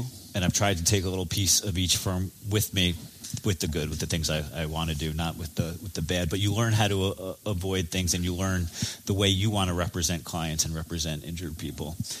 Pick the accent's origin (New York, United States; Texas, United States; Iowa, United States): New York, United States; White Plains; now in Philadelphia, United States; I've been a personal injury attorney for about 13 years now. I grew up in New York in White Plains, a city a little bit above.